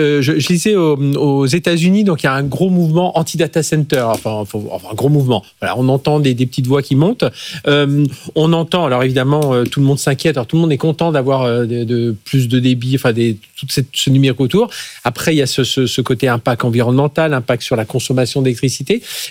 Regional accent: Brittany, France; moi, je suis breton

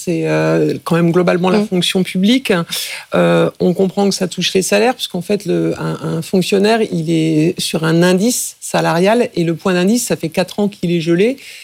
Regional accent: France; en tant que Français, concitoyen

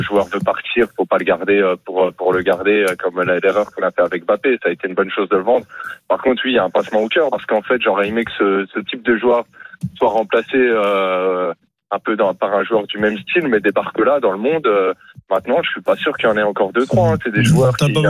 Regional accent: north-east France, France; now in Toulouse, France; Je suis fan du PSG parce que je suis un Toulousain d'export. Je viens du nord-est de la France à la base.

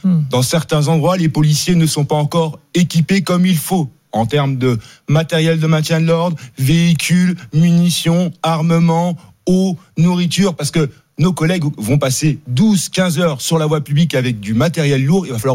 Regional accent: Paris, Île-de-France, France; Alors moi, je suis parisien.

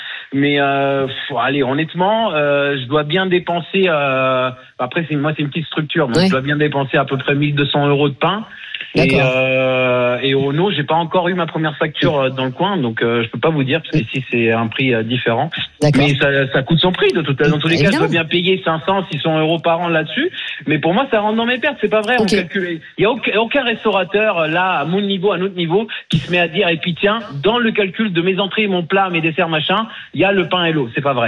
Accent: Italy; French is a second language; now in France; Moi, je suis italien, vous l'avez dit. Donc, moi, j'ai été élevé dans la culture où on paye son couvert.

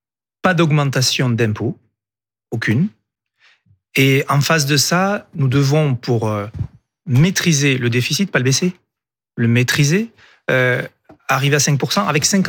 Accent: Occitanie, France; chez moi, en Ariège

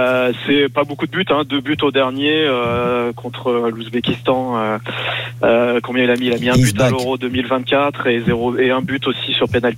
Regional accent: Portugal; En tant que Portugais, on en a marre.

